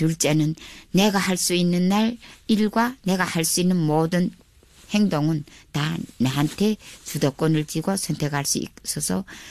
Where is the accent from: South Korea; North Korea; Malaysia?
North Korea; moved away as an adult; also born or lived in China; 우리는 북한에서 살면서 내가 30살 되게 중국에 내가 탈북했는데